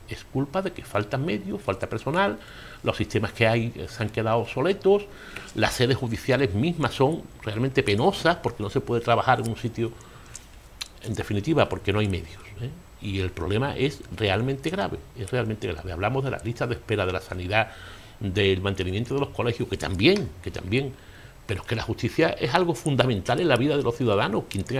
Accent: Spain

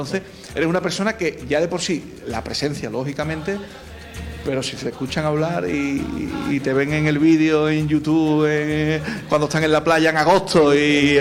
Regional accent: Seville, Andalusia, Spain; soy un niño de San Gonzalo, que me he criado allí, en el barrio León

